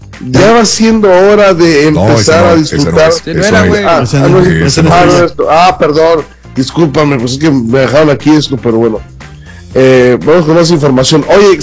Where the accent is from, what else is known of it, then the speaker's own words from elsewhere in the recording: Mexico; Yo soy mexicano y me ha tocado estar en el extranjero.